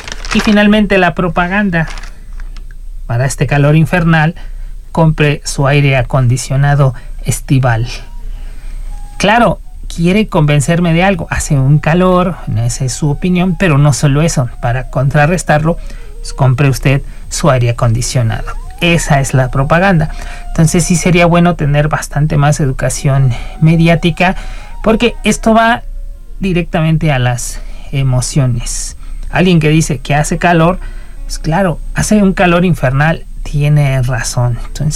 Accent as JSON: {"language": "Spanish", "town": "Seville", "region": "Andalusia", "country": "Spain", "said": "allá en Andalucía, en Sevilla, de donde vengo, 35, 40 grados, tanto que la gente a mediodía de 2, 4 de la tarde no sale, cierra los negocios y demás, ¿no?"}